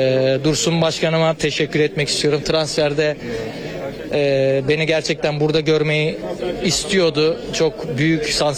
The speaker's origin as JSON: {"language": "Turkish", "region": "Antalya", "country": "Turkey", "tie": "born there", "said": "Ya, Antalya'da doğdum. İlk şampiyonluğumu Antalyaspor'a karşı kazandım."}